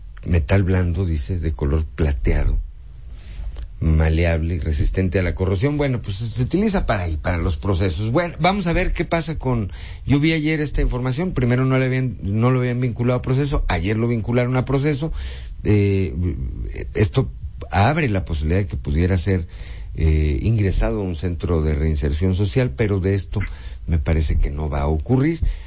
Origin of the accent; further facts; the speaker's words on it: Coahuila, Mexico; nosotros los coahuilenses